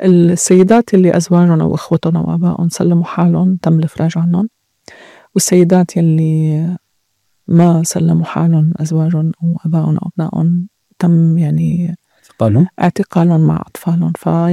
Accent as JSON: {"language": "Arabic", "country": "Syria", "said": "ما لازم نحن نشوف بعضنا كلنا كسوريين."}